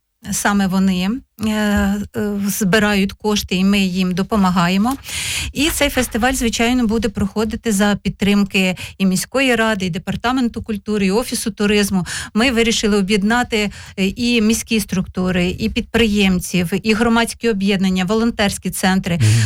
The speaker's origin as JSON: {"language": "Ukrainian", "town": "Vinnytsia", "region": "Vinnytsia Oblast", "country": "Ukraine", "tie": "born or raised there", "said": "в нашому рідному місті Вінниці"}